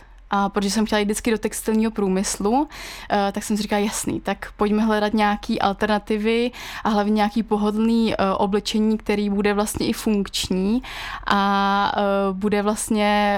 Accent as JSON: {"language": "Czech", "town": "Jilemnice", "region": "Liberec Region", "country": "Czechia", "said": "jsem z Krkonoš, takže tam to bylo úplně jasný, jsem z Jilemnice, to je samozřejmě kolébka nějakého lyžování"}